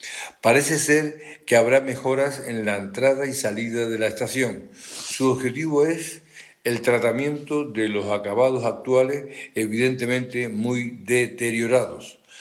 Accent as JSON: {"language": "Spanish", "town": "Las Palmas de Gran Canaria", "region": "Canary Islands", "country": "Spain"}